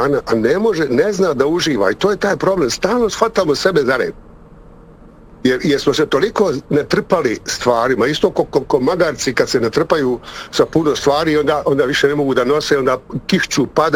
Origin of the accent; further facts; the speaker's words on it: Sarajevo, Sarajevo Canton, Bosnia & Herzegovina; Iz Sarajeva sam.